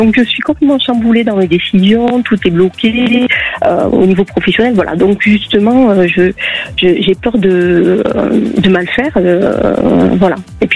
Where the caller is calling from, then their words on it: Occitanie, France; D'Occitanie.